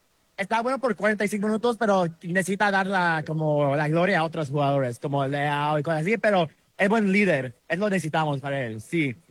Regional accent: Porto, Norte, Portugal

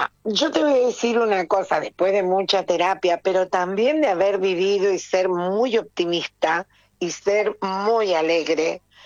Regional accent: Pergamino, Buenos Aires Province, Argentina; born there; now in Trenque Lauquen, Argentina; soy nacida en Pergamino. Lo que pasa es que la familia, por esas vicisitudes que tiene la vida, una parte vino para acá y otra parte quedó allá.

